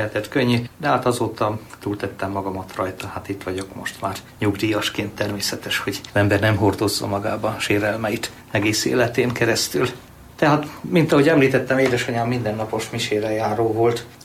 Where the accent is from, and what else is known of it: Pápa, Veszprém County, Hungary; born or raised there